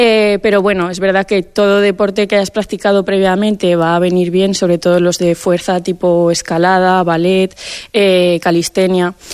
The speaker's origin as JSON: {"language": "Spanish", "town": "Pozuel del Campo", "region": "Aragon", "country": "Spain", "tie": "born or raised there", "said": "voy a hacer una jota navarra que cantaba mi abuelo en la romería de mi pueblo, que es Pozuel del Campo."}